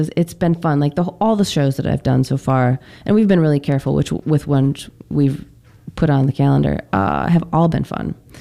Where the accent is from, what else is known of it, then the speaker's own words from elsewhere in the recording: Michigan, United States; Michigan, my home state.